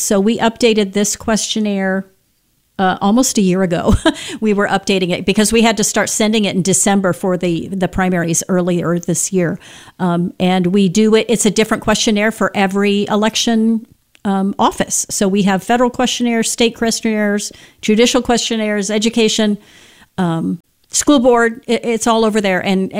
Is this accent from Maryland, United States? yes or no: no; Missouri, United States; Missouri, my home state